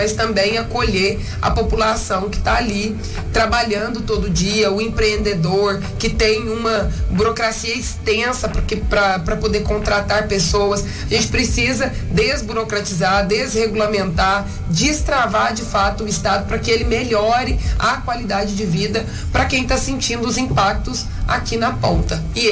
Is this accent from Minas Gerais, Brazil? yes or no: yes; Minas Gerais, Brazil; nosso interior de Minas, que é de onde eu sou filha, e eu acredito que hoje a força de Minas Gerais, boa parte do PIB, sai da nossa região, do nosso Triângulo Mineiro, Alto Paranaíba